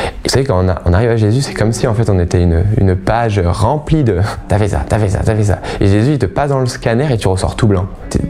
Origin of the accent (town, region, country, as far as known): Oyonnax, Auvergne-Rhône-Alpes, France